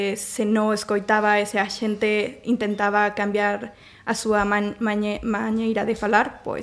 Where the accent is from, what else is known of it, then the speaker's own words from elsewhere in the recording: Mexico; Galician is a second language; now in Spain; Eu son mexicana.